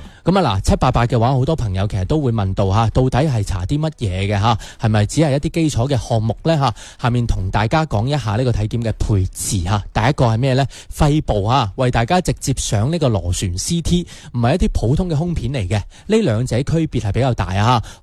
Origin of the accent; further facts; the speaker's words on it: Guangdong, China; 特别我哋广东人啊，经常聚餐食宵夜嗰啲吓